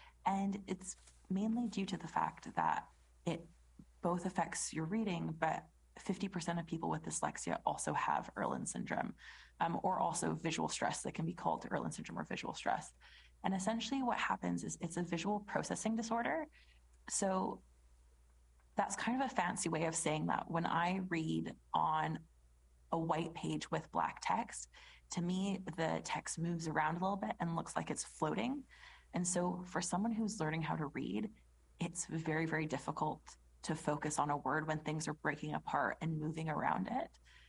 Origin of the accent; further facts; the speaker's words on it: Edmonton, Alberta, Canada; moved away as an adult; now in United Kingdom; No, I was born in Edmonton, Alberta, in Canada. Like a small city. I think when I left, when I was 18, it just reached 1 million people.